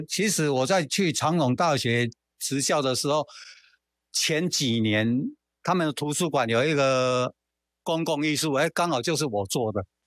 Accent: Taiwan; 因为我们本身就土生土长在这边嘛

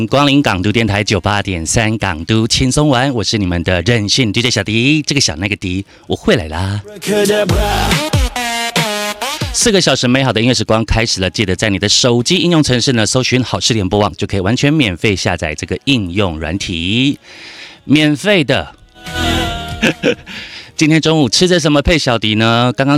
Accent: Liuqiu, Pingtung County, Taiwan; moved away; 我是先回我的故乡小琉球去拍一个就是我们桑葚的这个广告

